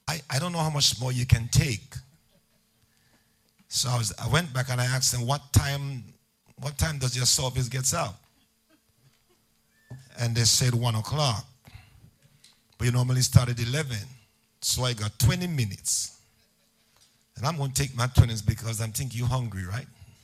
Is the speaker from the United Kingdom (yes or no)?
no; St. Vincent & Grenadines; born there; moved away; also born or lived in Tortola; I lived in Tortola for 40 years. I was born in St. Vincent, lived in Tortola, pastored in Tortola for 34, almost 35 years.